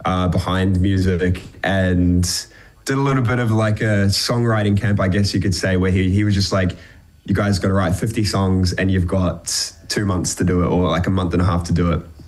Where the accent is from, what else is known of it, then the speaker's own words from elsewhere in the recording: New Zealand; accent: New Zealand; moved away as an adult; now in Australia; the longer I'm here, the more I've regressed back into my New Zealand accent.